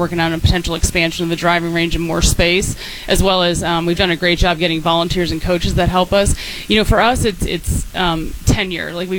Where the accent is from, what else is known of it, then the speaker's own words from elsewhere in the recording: Chicago, Illinois, United States; moved away as an adult; also born or lived in Indiana; So I'm from Chicago area.